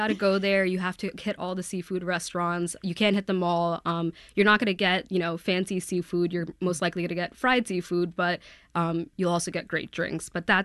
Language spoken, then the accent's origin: English; New York City, New York, United States; I'm from Throgs Neck, which is in the East Bronx, and it is a lot more residential.